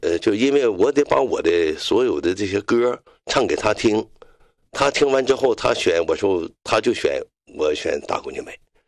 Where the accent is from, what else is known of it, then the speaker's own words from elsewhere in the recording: Jilin, China; 也就是说是咱们吉林人，